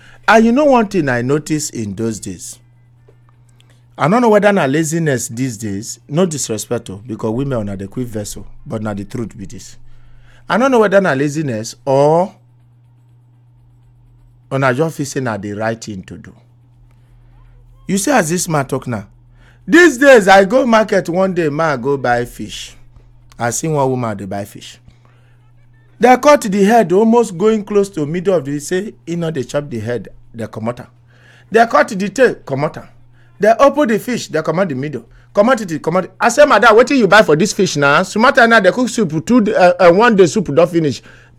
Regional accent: Benue, Nigeria; Omo, I am from Benue. Our own is called Oko.

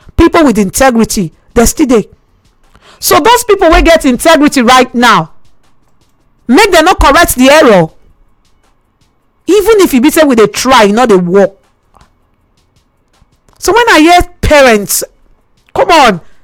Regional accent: Nigeria

